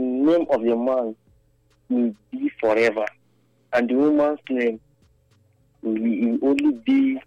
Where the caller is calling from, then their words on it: Benin City, Edo, Nigeria; I'm calling from Benin.